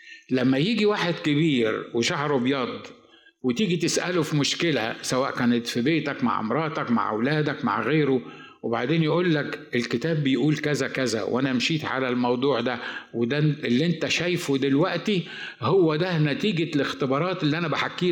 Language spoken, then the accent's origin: Arabic; Egypt; moved away; هو انا بفتح برانش هنا من مجلس الشعب عندنا في مصر